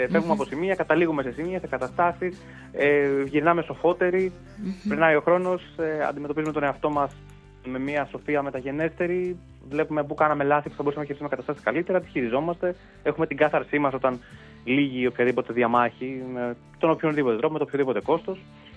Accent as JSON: {"language": "Greek", "country": "Greece", "said": "εμείς είμαστε Έλληνες"}